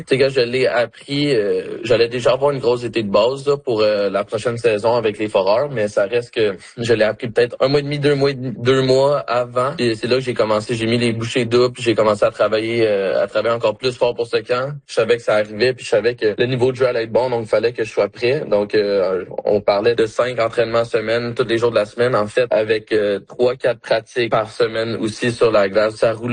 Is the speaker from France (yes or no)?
no; Quebec, Canada; en tant que Québécois